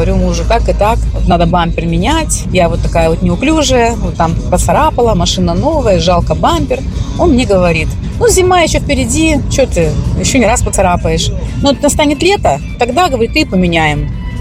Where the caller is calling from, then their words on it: Omsk, Omsk Oblast, Russia; я из Омска.